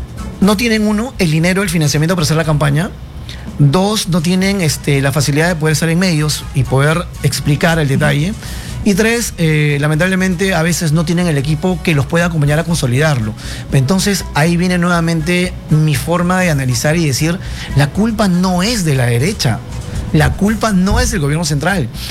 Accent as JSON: {"language": "Spanish", "region": "Lima", "country": "Peru", "tie": "born there", "said": "Yo nací en Lima, mi mamá es de Lima, mi papá es Cajamarca, conozco la realidad de provincia"}